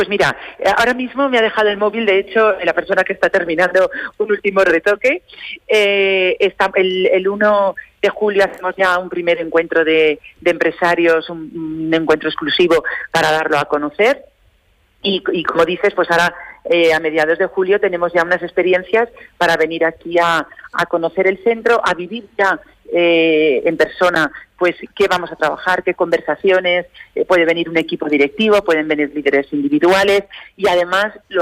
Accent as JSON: {"language": "Spanish", "town": "Rillo", "region": "Aragon", "country": "Spain", "said": "mi pueblo, ¿no? A Rillo, que soy de aquí"}